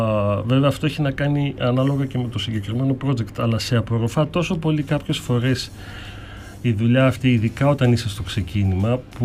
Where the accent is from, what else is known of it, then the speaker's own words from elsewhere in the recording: Kavala, Eastern Macedonia and Thrace, Greece; also born or lived in Stuttgart, Germany / Drama, Greece; όταν επιστρέψε όλη η οικογένειά μου, ζήσαμε στην Καβάλα, όπου εκεί μεγάλωσα, εκεί έχω τις πρώτες μου εμπειρίες και είναι η πόλη μου.